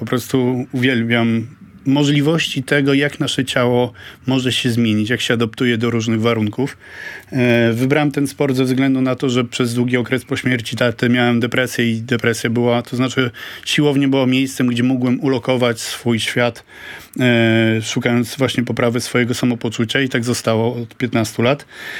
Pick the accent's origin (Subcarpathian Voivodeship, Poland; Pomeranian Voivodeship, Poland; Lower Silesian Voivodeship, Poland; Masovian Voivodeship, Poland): Pomeranian Voivodeship, Poland; Gdańsk; jesteśmy z Gdańska oboje